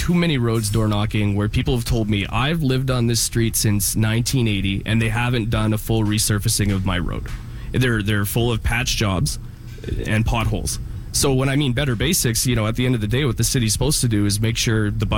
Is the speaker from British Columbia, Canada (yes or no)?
no; Winnipeg, Manitoba, Canada; So I've been born and raised in Transcona my entire life, and I'm proud of it.